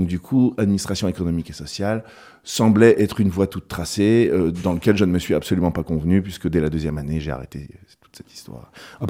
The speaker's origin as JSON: {"language": "French", "country": "France", "tie": "born or raised there", "said": "Je suis français. Ouais. Enfin, franco-suisse en réalité."}